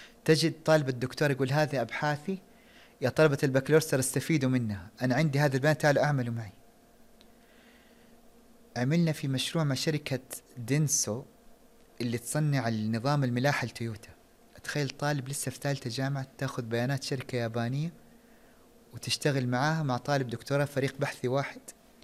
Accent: Saudi Arabia; moved away; قلت له من السعوديه.

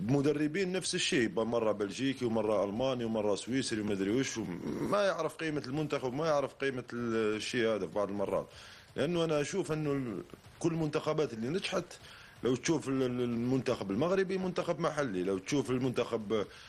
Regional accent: Algeria; اللي عندنا في الجزائر

